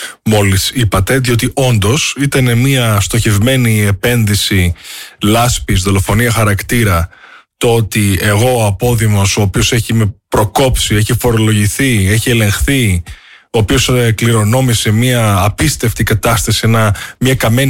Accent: Greece; also born or lived in United States; Είμαι εδώ επειδή αγαπώ την πατρίδα μου.

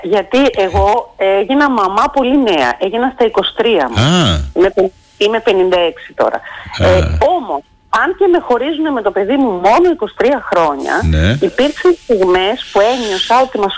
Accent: Athens, Attica, Greece; Ζηλεύω λίγο ως Αθηναία που γίνεται στο Ηράκλειο

